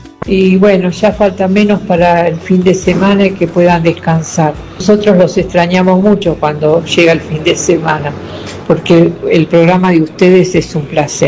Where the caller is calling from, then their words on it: Buenos Aires, Argentina; de Caballito.